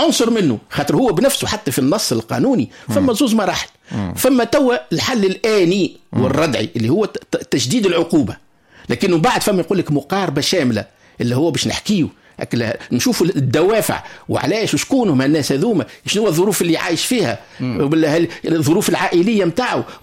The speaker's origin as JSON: {"language": "Arabic", "country": "Tunisia", "said": "احنا في تونس"}